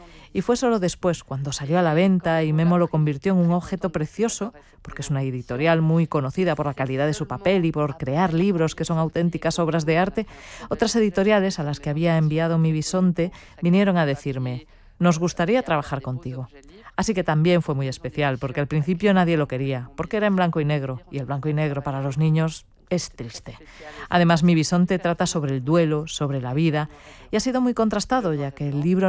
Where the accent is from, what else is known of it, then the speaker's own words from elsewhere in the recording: Poland; moved away; ya que soy polaca